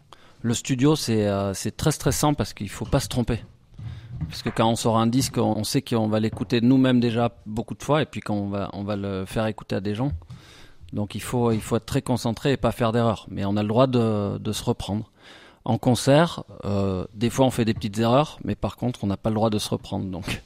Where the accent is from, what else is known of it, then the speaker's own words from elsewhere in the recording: Le Puy-en-Velay, Auvergne-Rhône-Alpes, France; J'ai grandi au Puy.